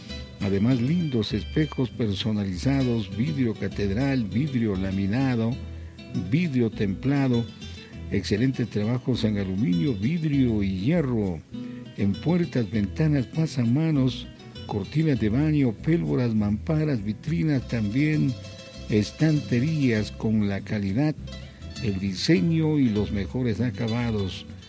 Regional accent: Ecuador; nos une como hermanos ecuatorianos.

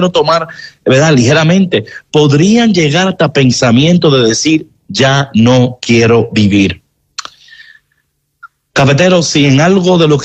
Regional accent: Dominican Republic; Elila de la República Dominicana, mi paisana.

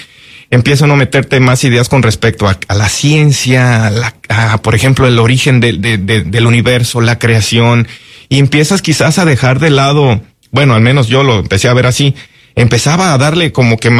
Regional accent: Tequila, Jalisco, Mexico; de donde yo soy originario, en Tequila, Jalisco

